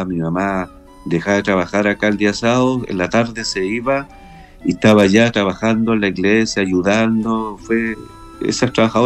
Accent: Iquique, Tarapacá, Chile; moved away; yo soy pampino, soy quiqueño y pampino

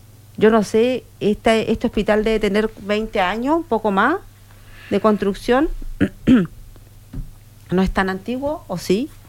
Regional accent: Chile; los chilenos trabajamos, digo trabajamos porque me considero chilena

